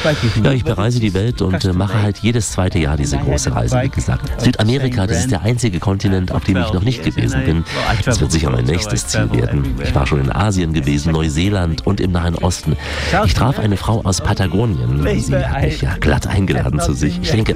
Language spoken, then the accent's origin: German; Netherlands; German is a second language